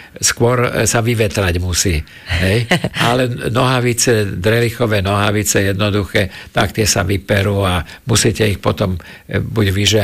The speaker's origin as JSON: {"language": "Slovak", "town": "Bratislava", "region": "Bratislava Region", "country": "Slovakia", "said": "boli som napríklad ešte ako Bratislavčan som bol prezentovať Bratislavu v Ulme na Dunajskom jarmoku"}